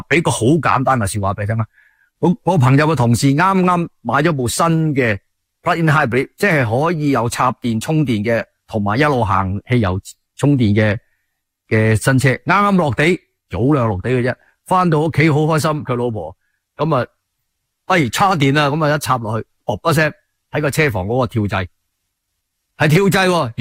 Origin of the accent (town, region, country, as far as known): Canada